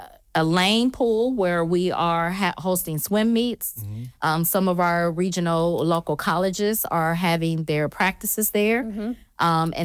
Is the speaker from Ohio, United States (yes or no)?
yes; Lima, Ohio, United States; growing up in Lima, we were a city to where people say where you're from and we say Lima.